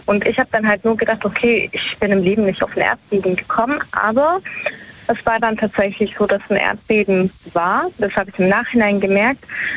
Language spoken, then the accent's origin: German; Baden-Württemberg, Germany; Ich komme aus der Nähe von Stuttgart.